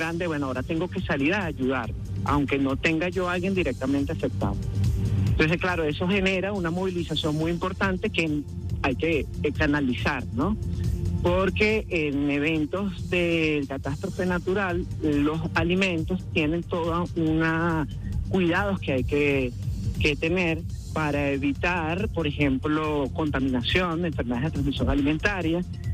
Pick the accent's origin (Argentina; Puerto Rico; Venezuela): Venezuela; es parte de nuestra biología, de nuestra existencia humana y por supuesto también como venezolanos, ¿no?